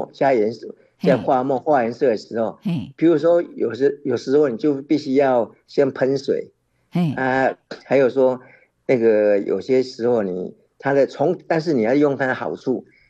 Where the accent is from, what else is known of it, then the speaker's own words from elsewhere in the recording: Taiwan; now in Taitung, Taiwan; 构树就是我们台湾话讲的那个楼啊球啦